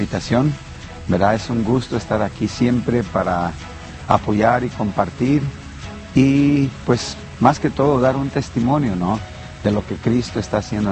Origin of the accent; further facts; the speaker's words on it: Guanajuato, Mexico; moved away; Ahí en mi pueblo. Yo soy del estado de Guanajuato